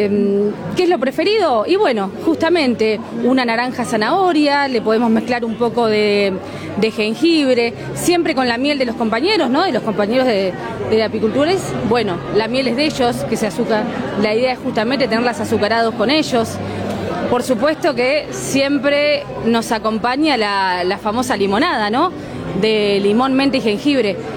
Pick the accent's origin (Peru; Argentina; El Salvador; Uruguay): Uruguay; somos uruguayos.